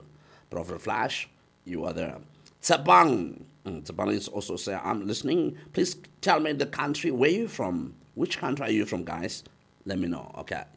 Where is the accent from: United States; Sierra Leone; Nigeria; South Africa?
South Africa; We are from South Africa.